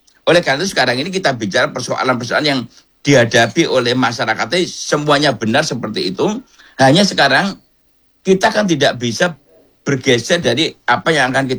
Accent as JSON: {"language": "Indonesian", "region": "Central Java", "country": "Indonesia", "said": "saya orang Jawa ya, orang Jawa Tengah."}